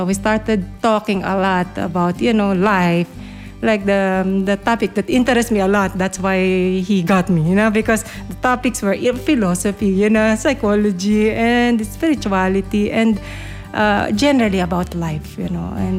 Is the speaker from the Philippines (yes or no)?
yes; Calabarzon, Philippines; Slovenian is a second language; moved away as an adult; now in Slovenia; Jaz sem iz Filipinov, na Ikavite. Ja, to je blizu Manile, okoli 50 km glavnega mesta. Ja, poročena sem s Slovencem, imava sina.